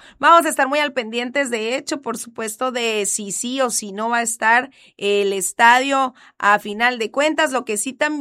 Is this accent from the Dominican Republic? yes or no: no; Mexico; como buena mexicana batallando con el espacio